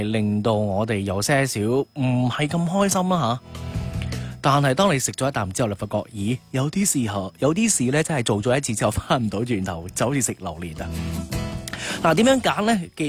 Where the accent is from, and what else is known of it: Guangdong, China